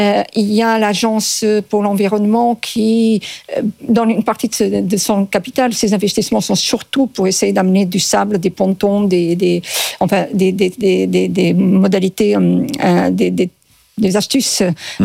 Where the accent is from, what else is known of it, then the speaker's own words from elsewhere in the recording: Portugal; Moi, je suis portugaise à 100%.